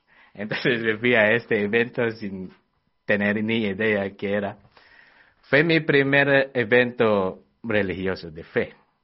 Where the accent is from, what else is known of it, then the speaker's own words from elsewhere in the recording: Manila, Metro Manila, Philippines; Spanish is a second language; moved away as an adult; now in Madrid, Spain; Yo soy de Manila, de la capital. Llevo más de un año aquí en España.